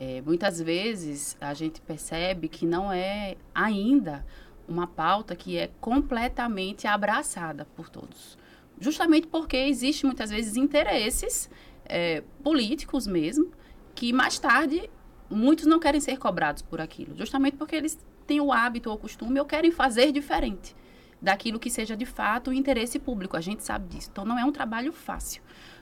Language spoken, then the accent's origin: Portuguese; Sergipe, Brazil; moved away; Eu sou de Sergipe, falo isso sempre com muito orgulho. Eu vim de uma outra realidade.